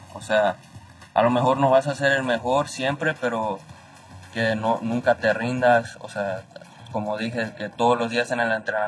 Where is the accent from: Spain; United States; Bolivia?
United States; California; yo nunca me he movido de California, nunca he. Lo más lejos que me fui fue a San José de Hayward, o sea, 30 minutos.